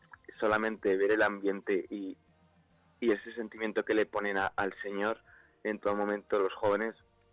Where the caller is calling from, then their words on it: Soria, Castile and León, Spain; yo he conocido a muchísimos jóvenes de aquí de Soria que no conocía por el hecho de no salir de mi pueblo.